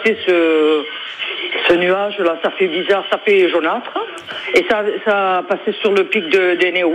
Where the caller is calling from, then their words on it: Argelès-sur-Mer, Occitanie, France; je suis à Argelès.